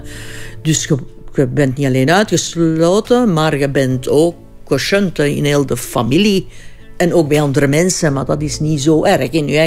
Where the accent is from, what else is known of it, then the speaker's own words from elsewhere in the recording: Flanders, Belgium; en wij zijn ook Vlamingen.